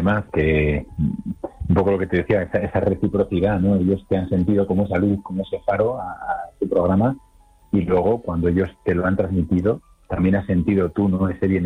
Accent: Spain; por lo menos en España, que tenemos unos servicios de salud mental para la infancia y para la adolescencia

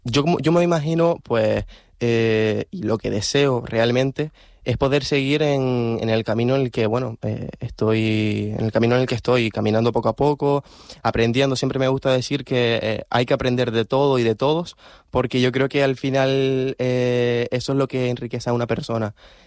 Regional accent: Morro Jable, Canary Islands, Spain; now in La Laguna, Spain; Pues mira, yo vengo, bueno, soy de Fuerteventura, de Morrojable, que yo siempre, donde quiera que voy, soy un abanderado de mi pueblo.

